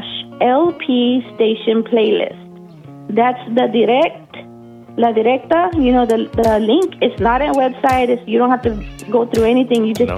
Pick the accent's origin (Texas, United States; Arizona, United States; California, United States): Arizona, United States; Casa Grande; now in Eloy, United States; I grew up in Casa Grande, which is about 15 miles, west from here.